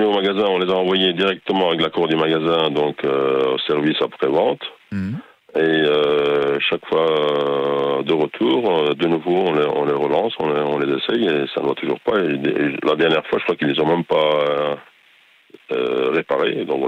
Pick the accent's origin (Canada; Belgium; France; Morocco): Belgium; Virton, Wallonia; Et moi, je suis de Virton, donc j'ai été jusqu'à Boston pour aller les chercher.